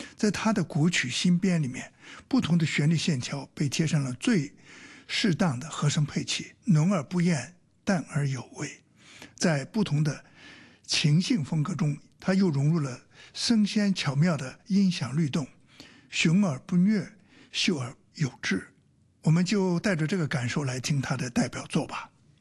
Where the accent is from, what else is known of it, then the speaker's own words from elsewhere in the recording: Hong Kong; 我们香港人很熟悉的那个就是当当当当当当当当当当